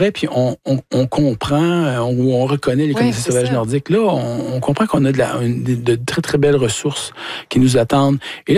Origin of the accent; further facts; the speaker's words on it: Saint-Ambroise-de-Kildare, Quebec, Canada; J'ai commencé dans notre boisé, là, adjacent au verger d'Arbranois chez nous, à Saint-Ambroise-de-Cuidère.